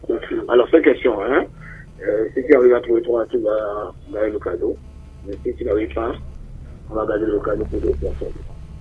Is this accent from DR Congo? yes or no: no; Grand-Popo, Mono, Benin; oh, malheureusement que je suis dans le nord, ma femme ne sait pas préparer, c'est le dakwin, je suis du Grand Popo.